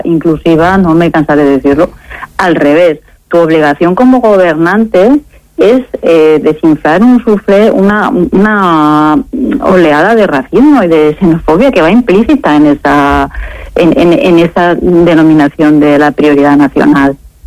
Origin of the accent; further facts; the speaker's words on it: Spain; yo soy española, quiero ciudadanos iguales